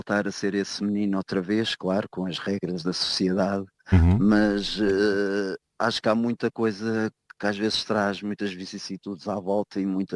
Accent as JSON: {"language": "Portuguese", "country": "Portugal", "said": "eu sou português mesmo de nascença, da parte do meu pai e de origens africanas também."}